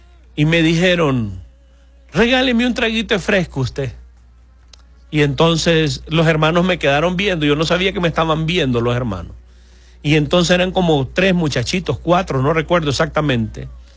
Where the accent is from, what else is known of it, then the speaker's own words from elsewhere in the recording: Catacamas, Olancho, Honduras; born there; Yo soy de Catacamas, Olancho